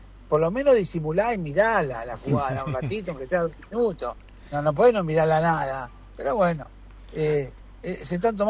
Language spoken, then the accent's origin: Spanish; Argentina; A mí como argentino me da vergüenza ver tantas cosas que vemos